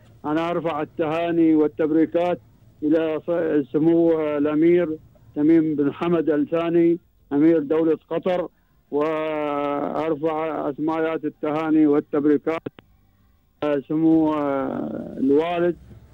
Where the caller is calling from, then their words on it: Sur, South Al Sharqiyah, Oman; أكلمكم من طال عمرك من سلطنة عمان محافظة جنوب الشرقية ولاية الصور الذي هذه على البحر